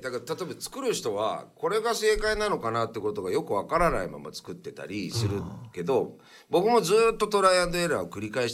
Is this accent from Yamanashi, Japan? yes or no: yes; Yamanashi, Japan; now in Tokyo, Japan; 地元がたまたま山梨が市政20周年というタイミングだったので、